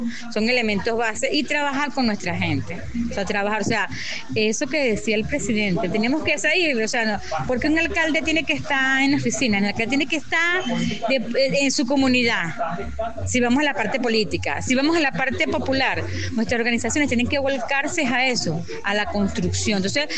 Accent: Venezuela; a veces los venezolanos somos como, porque tienen una mala impresión nuestra, ¿verdad? Pero nosotros somos hijos de Bolívar

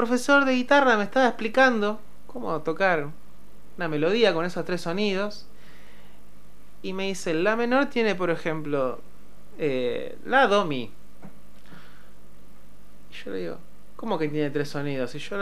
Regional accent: Lobos, Buenos Aires Province, Argentina; born or raised there; moved away

